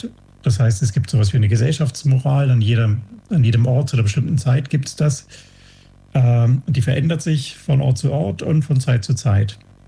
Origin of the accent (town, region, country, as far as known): Berlin, Germany; born or raised there; moved away as an adult; also born or lived in Hamburg; now in Ingolstadt, Germany